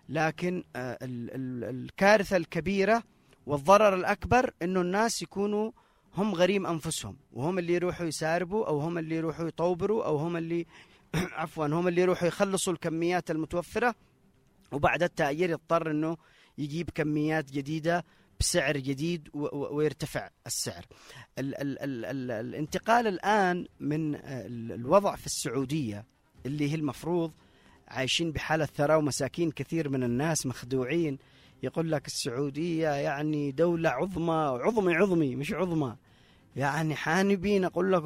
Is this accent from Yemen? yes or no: yes; Yemen